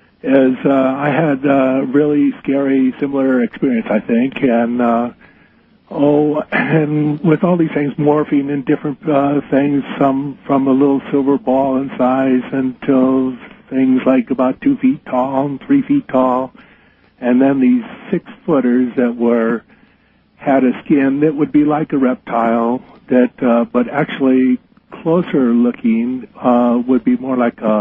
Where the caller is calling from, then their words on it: Vista, California, United States; from Vista, California.